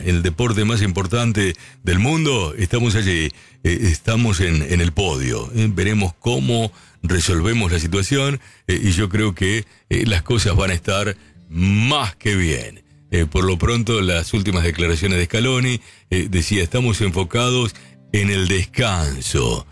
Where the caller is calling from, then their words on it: Villa Devoto, Buenos Aires, Argentina; de Villa Devoto, te escucho siempre.